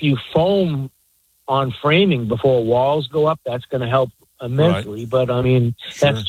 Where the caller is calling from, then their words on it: Northeast, United States; I live in the Northeast